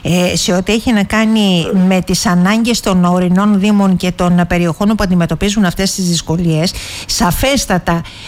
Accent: Pano Viannos, Crete, Greece; moved away

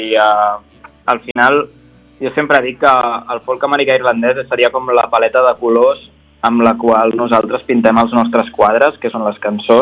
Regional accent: Catalonia, Spain; Jo soc de l'Alt Empordà

